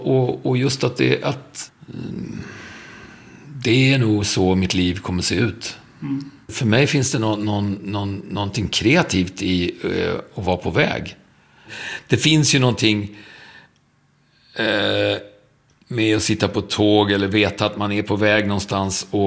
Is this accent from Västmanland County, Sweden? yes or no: no; Stockholm, Stockholm County, Sweden; Stockholm är min hemstad.